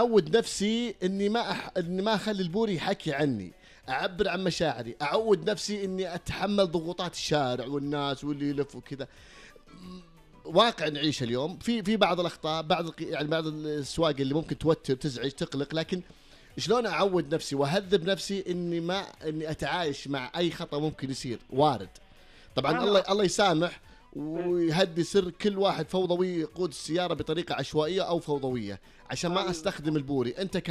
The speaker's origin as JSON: {"language": "Arabic", "town": "Jeddah", "region": "Makkah Province", "country": "Saudi Arabia", "said": "انبسطت لما اشوف مدينتي جده"}